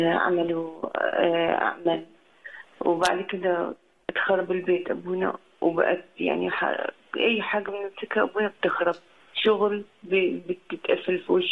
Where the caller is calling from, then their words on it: Canada; أنا من كندا.